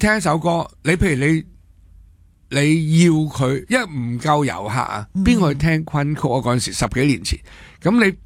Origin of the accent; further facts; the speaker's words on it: Hong Kong; 作为中国嘅香港人我就震惊。